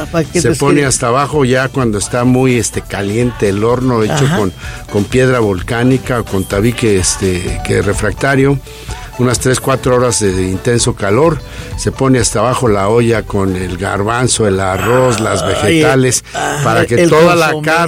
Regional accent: Tepeji del Río, Hidalgo, Mexico; now in Oxnard, United States; De mi pueblo, de Tepeji del Río Hidalgo

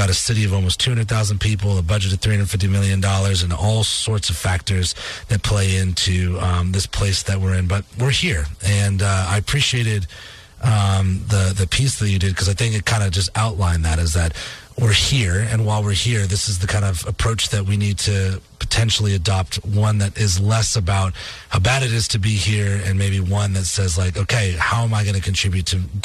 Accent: Massachusetts, United States; moved away; I talked to my sister who's back up in Massachusetts. She lives in my hometown, and she's got a million things to say about our hometown, which only has about 5,500 people.

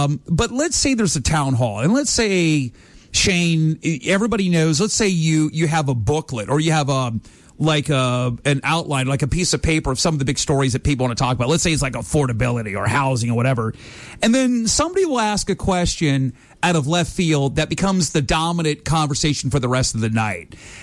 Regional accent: Florida, United States; I'm from Florida

